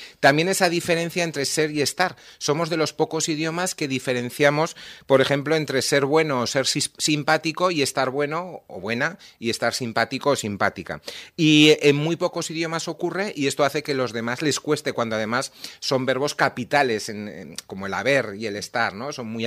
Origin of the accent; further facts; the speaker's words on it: Spain; la gente tan maja que somos los españoles